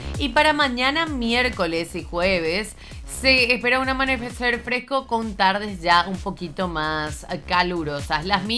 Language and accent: Spanish; Luque, Central, Paraguay; Yo crecí toda la vida en Villa Adela, ¿eh? Así que saludos a nuestros oyentes de Luque